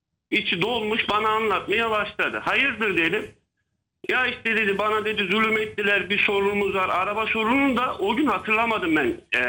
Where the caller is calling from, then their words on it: Ankara, Turkey; Ben Ankara'dan arıyorum.